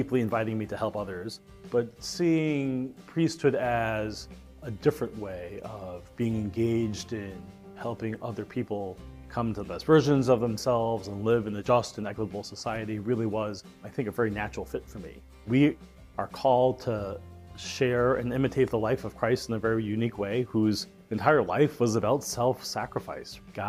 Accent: New York City, New York, United States; I was born and raised in New York City. Being Chinese is kind of just part of who we were. It's easier in New York because of a lot of other people who are also Chinese

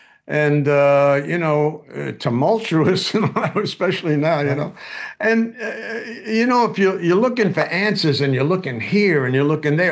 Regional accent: Bronx, New York, United States; I grew up in the Bronx. My parents were always arguing like, 24/7.

